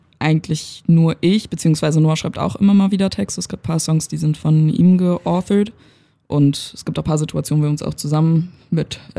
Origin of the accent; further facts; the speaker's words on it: Berlin, Germany; Also ich meine, wir kommen halt aus Berlin und haben hier unsere Wurzeln geschlagen.